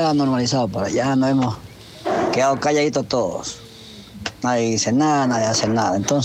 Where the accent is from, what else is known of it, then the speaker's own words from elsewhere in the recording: Quevedo, Los Ríos, Ecuador; la ciudad de Quevedo. La ciudad donde yo nací, donde estoy creciendo, donde lo estoy viviendo